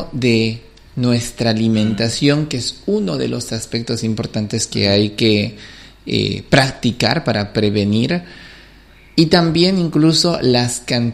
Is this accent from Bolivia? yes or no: yes; Camargo, Chuquisaca, Bolivia; now in Trinidad, Bolivia; Soy de Chuquisaca, Camargo, que es una provincia que está cerca de Tarija. Así que la cultura de Camargo es un poco más tarijeña.